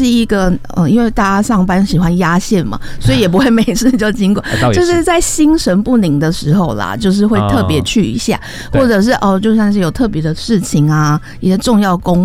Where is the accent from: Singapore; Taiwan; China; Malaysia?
Taiwan; Taichung; moved away as an adult; now in Taipei, Taiwan; 我是台中人。